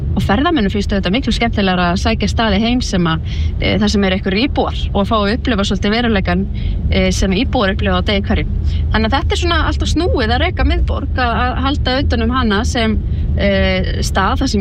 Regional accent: Reykjavík, Capital Region, Iceland

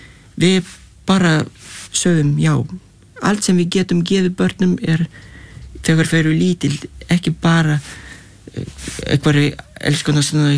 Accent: Lithuania; við vorum alinn upp í Litáin og með gott sumarvefur og alvöru sumar

